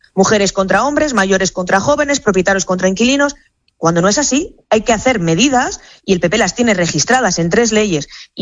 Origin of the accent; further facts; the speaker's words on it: León, Castile and León, Spain; Yo soy de León y siempre he votado presencialmente